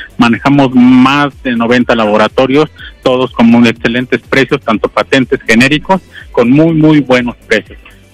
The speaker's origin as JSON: {"language": "Spanish", "town": "Apizaco", "region": "Tlaxcala", "country": "Mexico", "said": "como buena pisaquense que soy"}